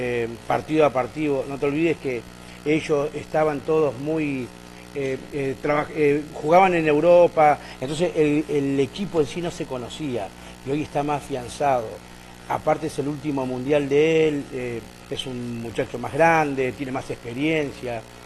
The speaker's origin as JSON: {"language": "Spanish", "country": "Argentina"}